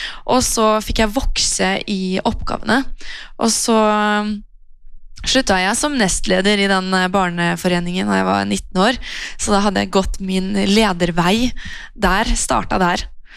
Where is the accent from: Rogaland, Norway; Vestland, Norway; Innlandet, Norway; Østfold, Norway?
Østfold, Norway; Sarpsborg; jeg har vokst opp her i Sarpsborg, rett på oversiden av Greåker Frikirke, med en mor og en far og en bror, alle fire under samme tak.